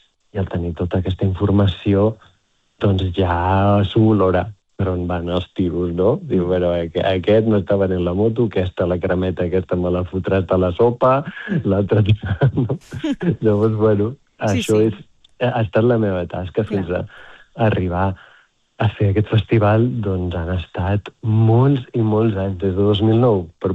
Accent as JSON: {"language": "Catalan", "town": "Girona", "region": "Catalonia", "country": "Spain", "tie": "born there", "said": "Jo que vaig néixer a Girona m'he recorregut tot el gironès i jo crec que tota la província de Girona"}